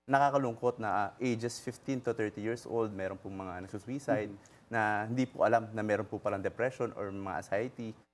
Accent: Norzagaray, Central Luzon, Philippines; yung tubig na gagaling po sa amin sa Norza Garay, Bulacan. Pero kami po ay kulang pa din yung tubig sa amin.

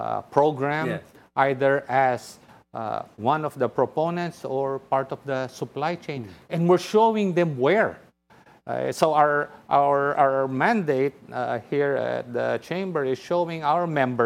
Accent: Philippines

